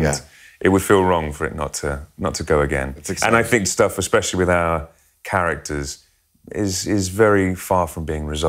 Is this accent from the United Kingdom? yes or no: yes; South West England, United Kingdom; moved away; I mean, I grew up in the West Country where there wasn't a massive theatre scene